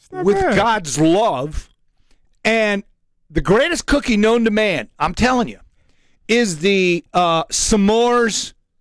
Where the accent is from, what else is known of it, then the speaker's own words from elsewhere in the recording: Ireland; I went with green because I'm Irish.